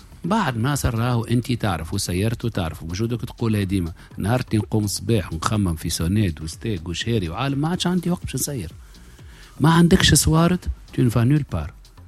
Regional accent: Tunisia

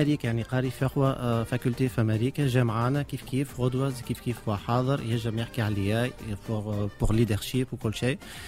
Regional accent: Tunisia

